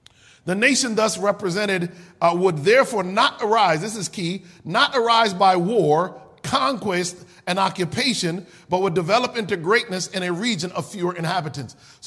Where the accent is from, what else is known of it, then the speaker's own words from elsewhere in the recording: Connecticut, United States; and I was born and raised in the Constitution state, Connecticut.